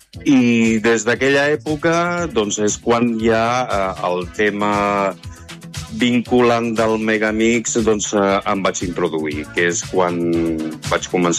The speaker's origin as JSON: {"language": "Catalan", "town": "Badalona", "region": "Catalonia", "country": "Spain", "tie": "born or raised there", "said": "Doncs a Badalona. Jo sóc fill de Badalona, en el 68."}